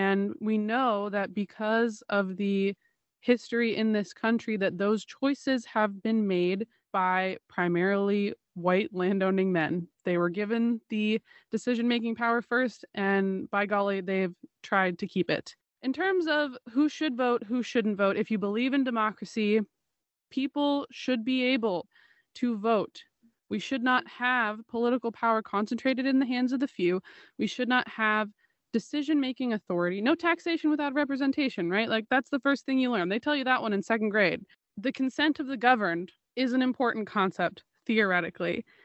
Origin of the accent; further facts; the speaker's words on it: Oregon, United States; someone who moved to my home state, Oregon, from Georgia